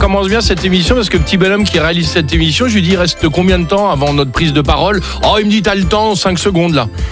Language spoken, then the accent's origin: French; Marseille, Provence-Alpes-Côte d'Azur, France; Chez moi, à Marseille.